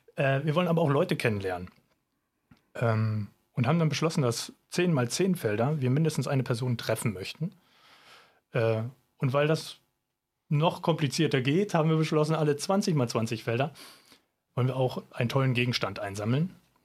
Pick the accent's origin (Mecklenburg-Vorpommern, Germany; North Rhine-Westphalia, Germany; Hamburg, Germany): Mecklenburg-Vorpommern, Germany; Neubrandenburg; born there; ich bin sozusagen der mecklenburgische Part dazu, ich komme aus Neubrandenburg.